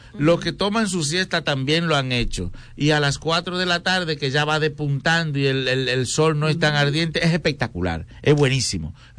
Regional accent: Santiago Rodríguez, Dominican Republic; de niño yo vengo de un campo de Santiago Rodríguez.

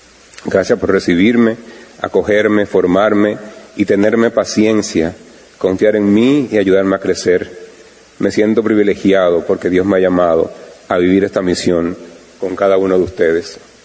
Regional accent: Enriquillo, Barahona, Dominican Republic; toda la gente de mi tierra, de Enriquillo

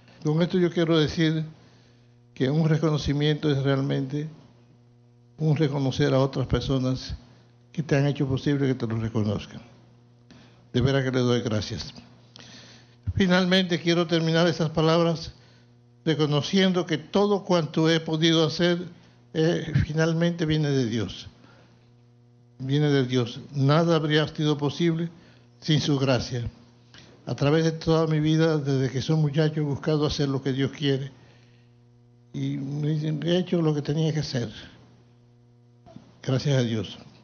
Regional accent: Dominican Republic

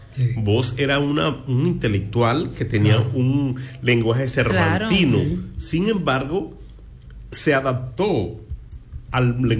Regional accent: La Vega, Dominican Republic; Nuestras vivencias culturales, nuestras tierra, la gastronomía, la Loma de Guaigüí, eso es lo que somos

